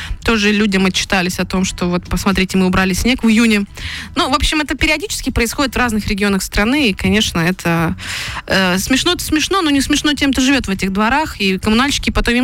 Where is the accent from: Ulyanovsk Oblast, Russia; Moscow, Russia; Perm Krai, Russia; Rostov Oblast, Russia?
Perm Krai, Russia; Я, потому что родом из Пермского края.